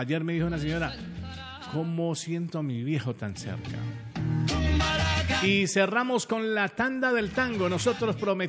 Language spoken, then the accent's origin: Spanish; Pereira, Risaralda, Colombia; en Pereira o en toda esa zona del eje cafetero de donde soy yo